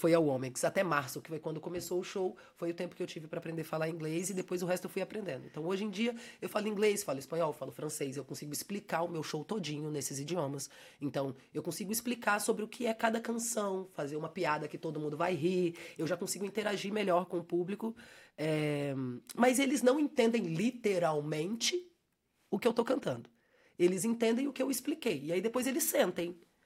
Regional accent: Santa Rita do Mutum, Minas Gerais, Brazil; moved away; also born or lived in Carangola, Minas Gerais; Eu nasci em Carangola porque era onde tinha hospital. Mas eu fui criada em Santa Rita do Mutum.

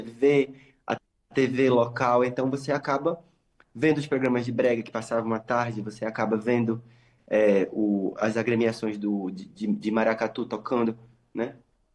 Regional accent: Recife, Pernambuco, Brazil; eu nasci em Recife, né? E a pessoa que nasce em Recife, em Pernambuco, ela já é desde criança bombardeada com todas as espécies de manifestações culturais que você possa imaginar

